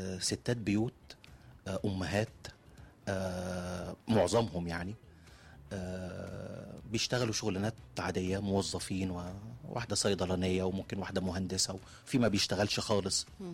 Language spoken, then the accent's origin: Arabic; Egypt; احنا مصريين